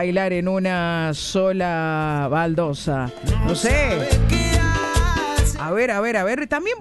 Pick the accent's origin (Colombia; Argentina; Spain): Argentina; Córdoba; born there; Y encima un equipo de Buenos Aires y yo nací en Córdoba.